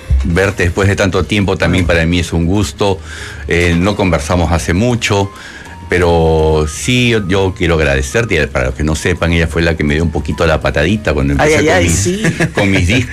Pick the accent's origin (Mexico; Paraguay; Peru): Peru